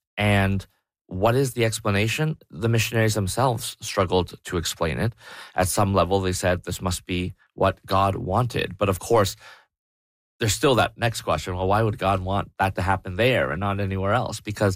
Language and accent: English; Toronto, Ontario, Canada; Again, I mentioned I'm ethnically Chinese, but growing up in Toronto, you're going to meet Koreans.